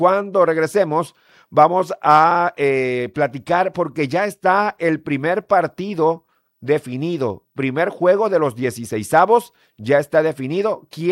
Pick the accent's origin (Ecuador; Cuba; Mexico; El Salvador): Mexico; es como mexicano un orgullo que esté ahí un paisano